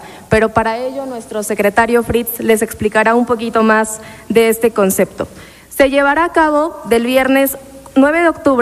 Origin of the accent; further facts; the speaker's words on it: Mexico; Es esa manera tan nuestra como mexicanos de recordar a quienes se fueron